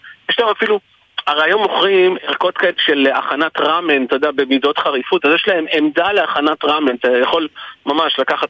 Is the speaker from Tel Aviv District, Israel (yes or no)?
yes; Givatayim, Tel Aviv District, Israel; אני גדלתי בדרום גבעתיים. את שנות הילדות שלי והנערות שלי עברתי שם, קצה שנות הנערות שלי עברתי שם